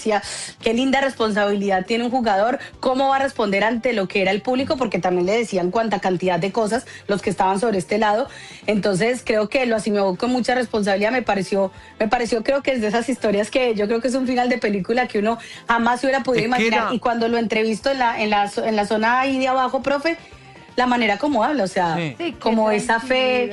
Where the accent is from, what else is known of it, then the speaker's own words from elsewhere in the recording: Colombia; A mí como colombiana, la verdad, me emocionó mucho lo que pasó.